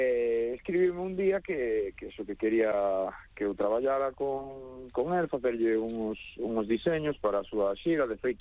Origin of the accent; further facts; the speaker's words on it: Cedeira, Galicia, Spain; son aquí de Cedeira, teño os pés moi na terra